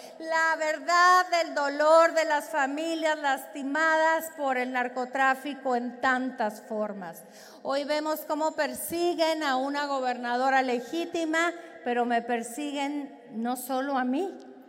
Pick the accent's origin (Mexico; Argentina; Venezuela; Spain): Mexico; eso no somos los mexicanos